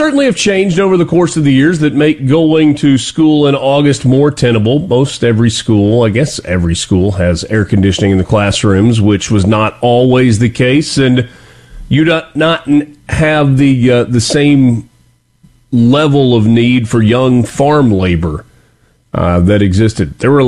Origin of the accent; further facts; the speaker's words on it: Oxford, United States; where I grew up in Oxford